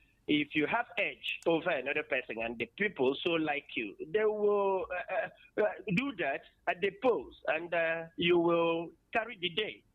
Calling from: Akizi, Ebonyi, Nigeria; I'm calling in from Akizi, Ebonyi State.

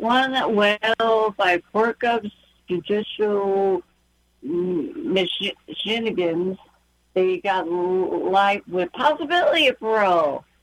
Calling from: United States; Even though I'm a mixed heritage of our Heinz 57, some people say, I don't care. I'm American.

